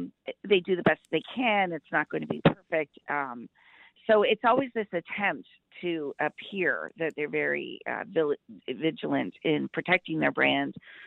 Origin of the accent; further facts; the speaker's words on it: London, Ontario, Canada; I'm from London area, so there you go.